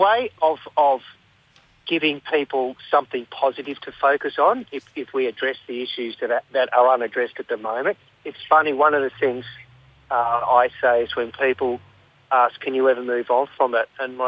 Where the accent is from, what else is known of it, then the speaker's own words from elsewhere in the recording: Shepparton, Victoria, Australia; now in Melbourne, Australia; I'm from Shepparton.